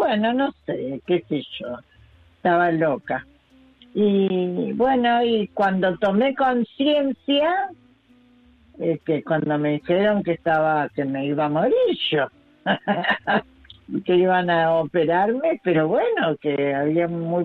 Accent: Hurlingham, Buenos Aires Province, Argentina

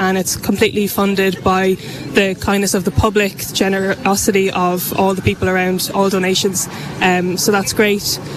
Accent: Leighlinbridge, Leinster, Ireland; So I grew up actually in the Midlands, in Leash on the River Barrow, and used to come down to Feathered on the weekends.

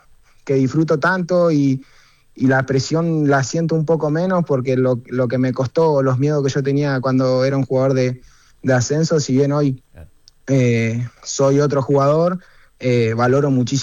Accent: Carmen de Patagones, Buenos Aires Province, Argentina; now in Buenos Aires, Argentina; Yo soy de Carmen de Patagones, sí, ahora estoy en Buenos Aires.

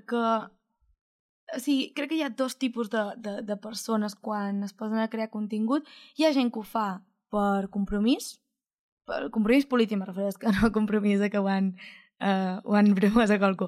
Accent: Ciutadella, Balearic Islands, Spain; I si puc anar a Ciutadella, no? Perquè, bé, si en Ciutadella som molt de Ciutadella, ja ho sabeu, som molt pesats, som molt xovinistes, bla, bla, bla.

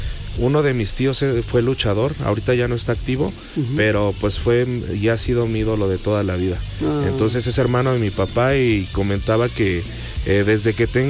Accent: Querétaro, Mexico; porque en Querétaro, pues yo soy originario de Querétaro

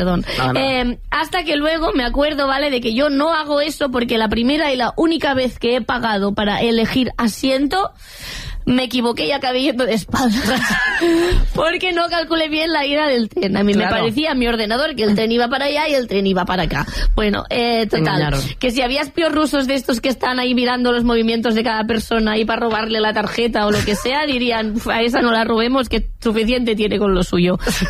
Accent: Catalonia, Spain; como persona catalana esto me

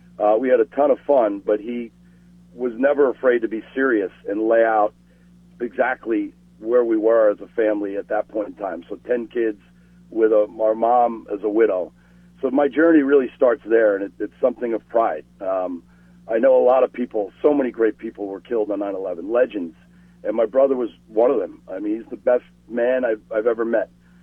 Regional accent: New York, United States; now in Chicago, United States; was born out of living in the Chicago area since 2004. I mean, it kind of broke my mom's heart when I moved away from New York.

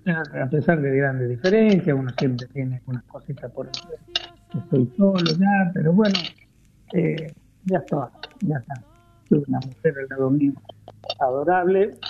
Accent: Arias, Córdoba, Argentina; nosotros en esta zona, en mi pueblo

